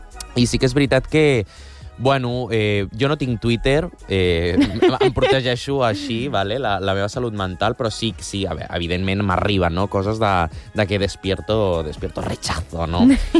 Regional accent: Barcelona, Catalonia, Spain; first language Spanish; Catalan is a second language; la gent que som de Barcelona, no, sembla que com que totes compartim que estimem molt la nostra ciutat i som molt de Barcelona, saps?

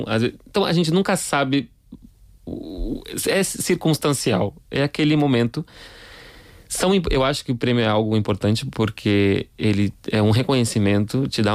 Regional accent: Rio Grande do Sul, Brazil; eu sou do Rio Grande do Sul, né?

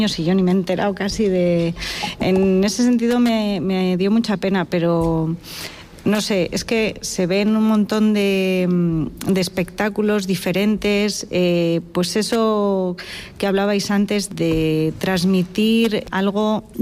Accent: Roa, Castile and León, Spain; moved away as an adult; Yo soy de un pueblo de Burgos, cerca de Aranda de Duero, de Roa. Y ya vine a estudiar aquí a los 18 y ya me quedé.

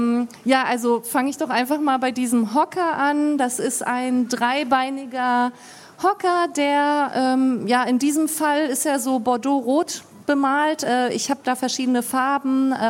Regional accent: Berlin, Germany; da ich in Siemensstadt aufgewachsen bin, bin ich halt vor einigen Jahren wieder zurückgegangen in die Siedlung, in der ich aufgewachsen bin

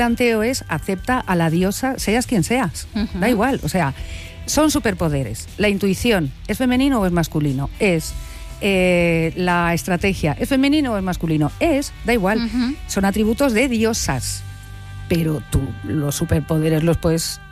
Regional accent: Madrid, Community of Madrid, Spain; Soy de Madrid.

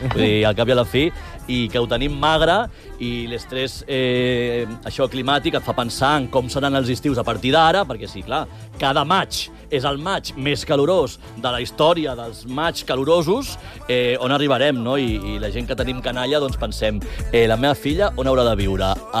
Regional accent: Galicia, Spain; now in Catalonia, Spain; jo que sóc de gallec, quan visito Galícia a l'hivern

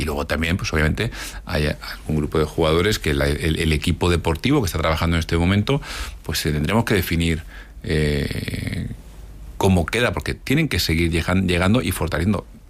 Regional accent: Cox, Valencian Community, Spain; pues no, soy de Alicante, de Cox, ahí de la Vega Baja

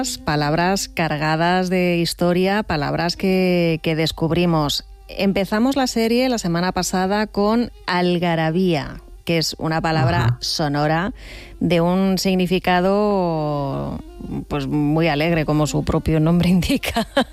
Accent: Badajoz, Extremadura, Spain; a la feria de Badajoz, que es la feria de San Juan, a finales de junio, que es mi tierra.

